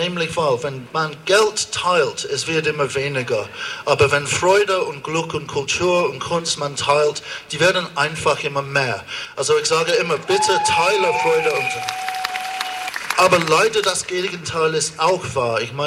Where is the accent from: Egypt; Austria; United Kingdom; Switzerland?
United Kingdom; England; German is a second language; moved away as an adult; now in Germany; Allerdings als Engländer und Internationalist, ich muss sagen, das vor 25 Jahren, als ich in der Oper arbeiten wollte, hatte ich nur ein Wahl, das war nach Deutschland zu ziehen